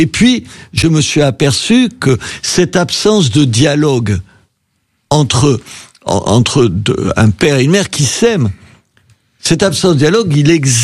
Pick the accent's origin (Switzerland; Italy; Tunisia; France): France; south of France; alors peut-être que je suis du Midi, donc je m'emballe